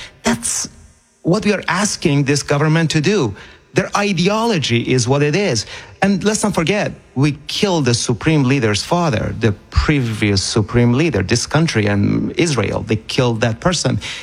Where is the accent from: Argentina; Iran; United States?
Iran; as a kid growing up in Iran in the 1980s, when the 8-year war was going on with Iraq, I had hope in one country.